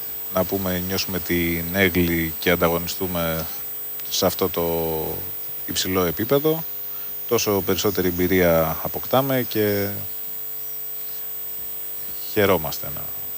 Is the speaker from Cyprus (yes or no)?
no; Greece; εμείς σαν Έλληνες